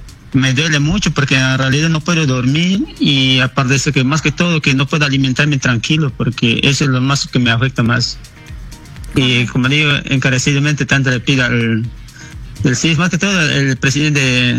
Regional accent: Nueve Paraíso, Loreto, Peru; Sí, yo soy natural de Nueve Paraíso, Quebrada Poli, Río Momón, pertenece al distrito de Punchana.

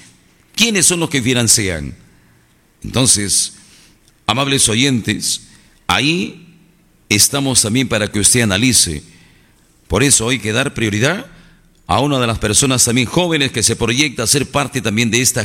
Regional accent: Peru

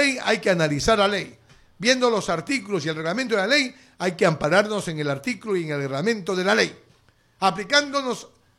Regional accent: Peru; que van a servir para el desarrollo de nuestra capital peruana.

